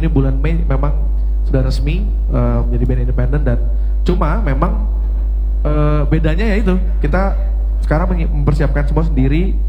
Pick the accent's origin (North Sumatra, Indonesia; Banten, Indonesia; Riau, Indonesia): Banten, Indonesia; Ciledug; Memang kita kan tumbuh di di Ciledug gitu ya, di Jalan Ciledug Raya. Kita race in Ciledug lah gitu ya.